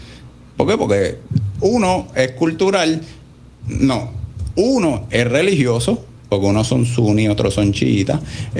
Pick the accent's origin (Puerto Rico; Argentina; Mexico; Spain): Puerto Rico; como gente, como puertorriqueños, después como americanos y como civilización occidental cristiana